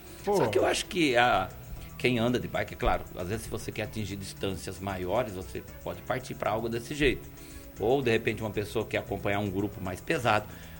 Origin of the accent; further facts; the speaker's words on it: Tupi Paulista, São Paulo, Brazil; moved away; eu sou do interior, lá de Tupi Paulista, onde no sítio que eu morava, nem quando eu estudava, com 7, 8 anos, ainda não tinha eletricidade.